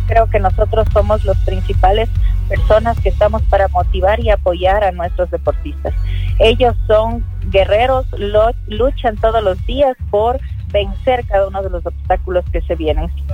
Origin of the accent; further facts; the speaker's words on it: Pastaza, Ecuador; sabiendo que somos una provincia de la Amazonía y pues estamos en creciente desarrollo